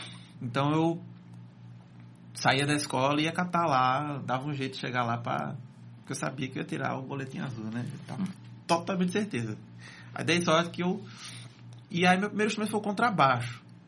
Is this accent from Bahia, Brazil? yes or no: no; Bezerros, Pernambuco, Brazil; Eu sou do interior, mas sou de Bezerros. Eu ficava lá nas férias e tal. Morei lá um ano.